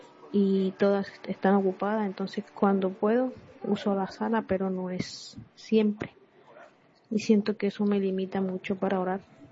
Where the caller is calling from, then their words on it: Sincelejo, Sucre, Colombia; de Cincelejo.